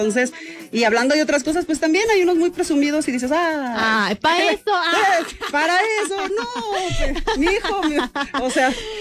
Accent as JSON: {"language": "Spanish", "region": "Aguascalientes", "country": "Mexico", "tie": "born or raised there", "moved": "yes", "lives_now": "Canada", "said": "yo soy originaria de Aguascalientes."}